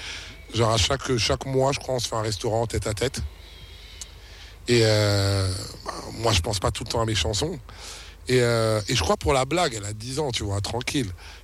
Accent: Kinshasa, DR Congo; born there; now in Abidjan, Côte d'Ivoire; Moi, j'habite à Abidjan, je suis né à Kinshasa

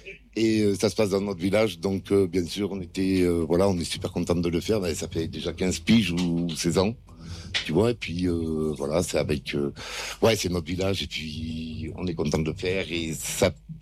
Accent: Toulouse, Occitanie, France; moved away as an adult; also born or lived in Paris; now in Saint-Père-Marc-en-Poulet, France; moi je suis originaire de Toulouse, et je faisais du rugby, c'était un peu mon métier sur Paris.

